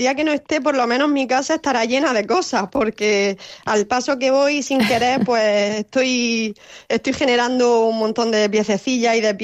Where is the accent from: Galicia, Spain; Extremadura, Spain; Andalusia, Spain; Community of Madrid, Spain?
Andalusia, Spain; Níjar; born there; Y yo vine chiquitilla, pero bueno, vine con 8 o 9 años, pero yo ya me siento de aquí. Y es verdad que desde que empecé con la cerámica es como que me siento mucho más del pueblo. Y nada, y ya sí soy de Níjar, se podría decir.